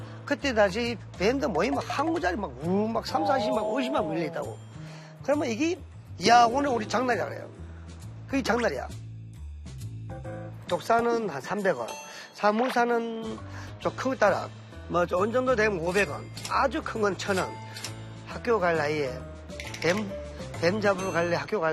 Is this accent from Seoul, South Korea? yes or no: no; Samcheok, Gangwon, South Korea; 저는 강원도 한 시골에 태어나서 우리는 어릴 때 호롱불 전기도 없었어요.